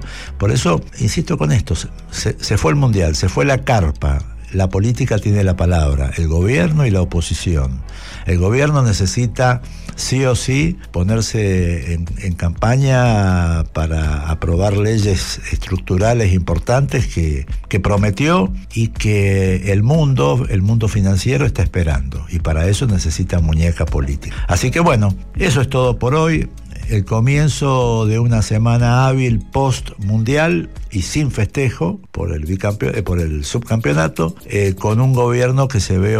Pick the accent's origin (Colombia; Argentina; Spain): Argentina; Los argentinos sí, somos como somos y a veces pagamos los platos rotos porque somos a veces un poco complicados